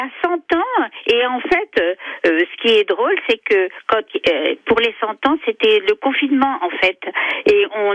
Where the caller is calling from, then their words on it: Azay-sur-Cher, Centre-Val de Loire, France; J'ai la chance d'habiter cette magnifique commune.